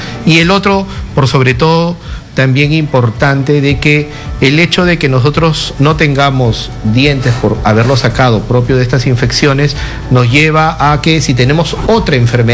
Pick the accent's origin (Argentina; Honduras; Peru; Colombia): Peru